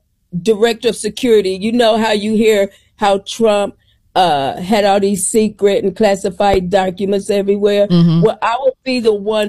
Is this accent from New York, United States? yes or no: no; Dayton, Ohio, United States; Dayton, Ohio.